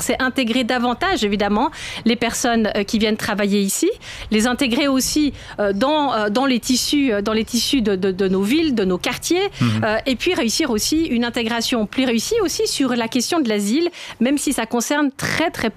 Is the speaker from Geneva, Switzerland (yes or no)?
yes; Geneva, Switzerland; je suis genevoise, ville et canton cosmopolite.